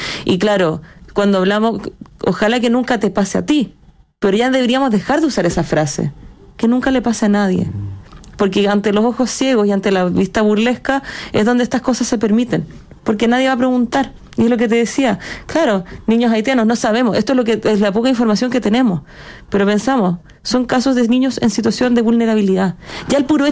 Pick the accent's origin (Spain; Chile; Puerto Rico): Chile; Nosotros como chilenos somos muy buenos para tapar el sol con un dedo, para meter la mugre bajo la alfombra y jactarnos de que somos bacanes, que somos los mejores de Latinoamérica.